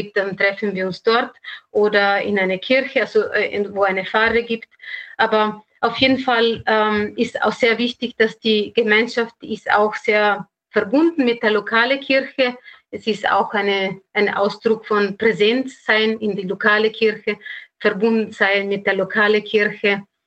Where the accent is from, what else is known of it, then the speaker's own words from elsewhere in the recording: Italy; German is a second language; moved away as an adult; now in Austria; man hat vielleicht aus meiner Sprache gemerkt, dass ich nicht Österreicherin bin, sondern bin Italienerin.